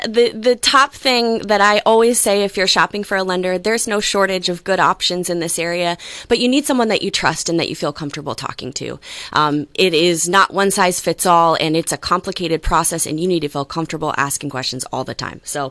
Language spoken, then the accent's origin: English; Zionsville, Indiana, United States; moved away as an adult; also born or lived in Nashville, Tennessee; now in Brooklyn, Connecticut, United States; grew up in Zionsville, went to Nashville, Tennessee for college, married a musician, stayed there. So, we were in Nashville about 9 years. And then we ended up here about 11 years ago, because I've got family here. My family roots are here. So yeah, all my dad's side of the family is here.